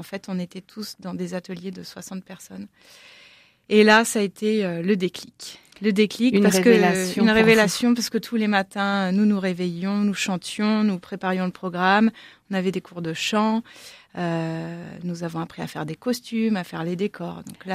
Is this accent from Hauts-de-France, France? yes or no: no; Pays de la Loire, France; Et là où j'ai grandi, en Mayenne également, il avait les clés de toutes les églises et les paroisses.